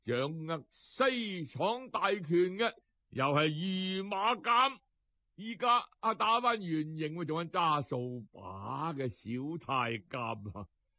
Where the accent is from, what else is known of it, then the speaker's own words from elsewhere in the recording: China; 不过呢，我哋中国人呢习惯打落水狗噶嘛